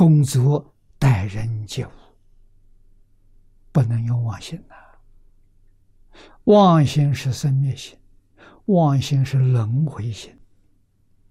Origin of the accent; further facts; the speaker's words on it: China; 啊，我们中国人叫露丝。